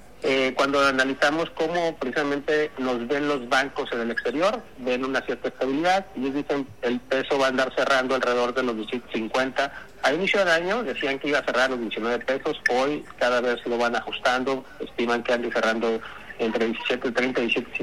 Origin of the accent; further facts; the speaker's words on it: Mexico; nosotros como mexicanos y como habitantes vivimos todos los días